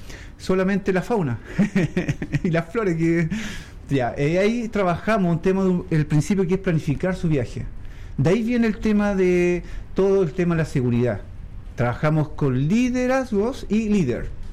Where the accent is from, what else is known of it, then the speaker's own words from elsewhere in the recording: Chosuenco, Los Ríos, Chile; Yo vengo de la parte de Chosuenco, no sé si he ubicado, sí, pero claro.